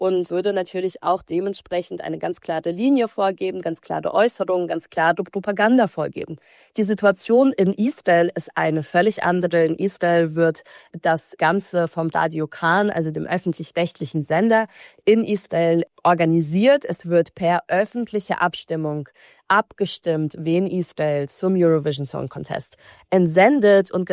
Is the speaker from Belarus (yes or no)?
yes; Belarus; ich komme aus Belarus. Ich bin lange Zeit mit russischen Medien aufgewachsen